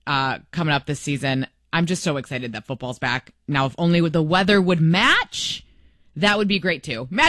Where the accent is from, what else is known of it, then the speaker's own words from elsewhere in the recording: Michigan, United States; I am a Lions fan. It's rough out here. I grew up in Michigan, so that's where I stand there.